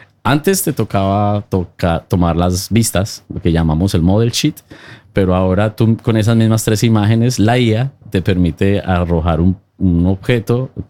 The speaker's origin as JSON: {"language": "Spanish", "country": "Colombia", "moved": "yes"}